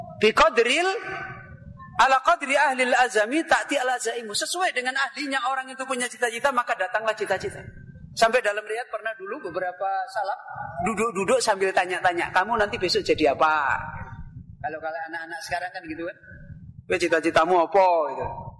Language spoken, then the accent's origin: Indonesian; Semarang, Central Java, Indonesia; Ya saya, kampung saya itu di Semarang. Kalau antum mungkin pernah namanya Desa Tambak Lorok.